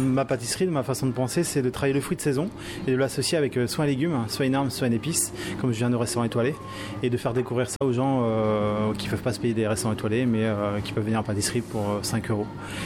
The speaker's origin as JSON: {"language": "French", "region": "Normandy", "country": "France", "said": "Alors moi, je suis normand et j'ai beaucoup voyagé."}